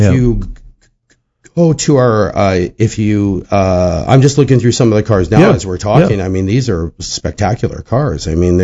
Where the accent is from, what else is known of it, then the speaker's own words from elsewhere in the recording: Saskatoon, Saskatchewan, Canada; Like I remember when I grew up here in Saskatoon in the 1970s, I'd see the muscle cars everywhere.